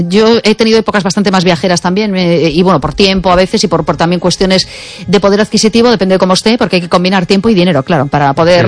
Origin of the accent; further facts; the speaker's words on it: Vigo, Galicia, Spain; Ah, realmente, yo soy del Bao.